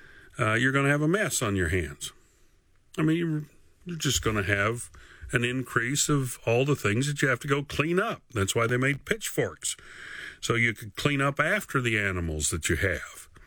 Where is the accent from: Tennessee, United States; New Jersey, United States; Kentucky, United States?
Tennessee, United States; Now, as a child growing up in Northeast Tennessee, growing up right on the Virginia line, and traveling the back roads of Tennessee and Virginia in the mountains